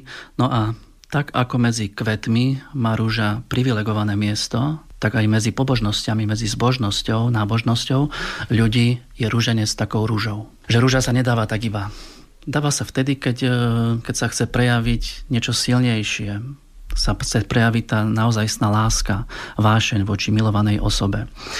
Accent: Žilina Region, Slovakia; Pochádzam z Oravy.

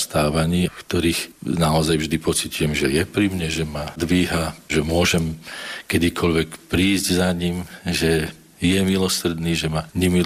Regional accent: Žilina Region, Slovakia; Som z Oravy a je možné, že predkovia sú z rodiska otca biskupa Vojtašáka

